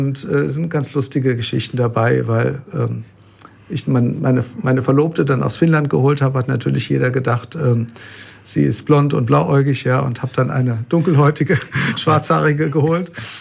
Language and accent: German; Germany; now in Raunheim, Germany; Meine Frau ist jetzt Äthiopierin, ich bin Deutscher.